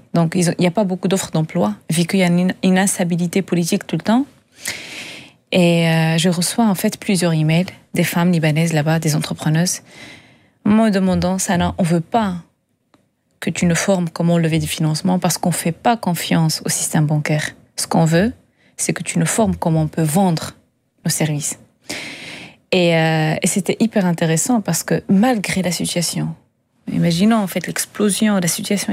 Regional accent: South, Morocco; En fait, moi j'ai grandi au Maroc. J'ai grandi dans le sud, donc en fait je pense qu'on a un système de résilience par défaut, on est né avec.

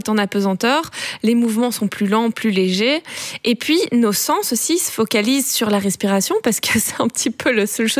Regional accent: Belgium; mélanges, hein, nous les Belges.

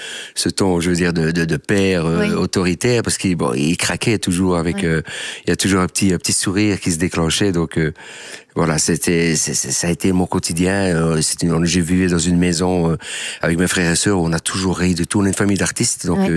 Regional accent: Liège, Wallonia, Belgium; now in Paris, France; Je suis de Liège et j'ai quitté tout. Je suis parti à Paris tenter ma chance.

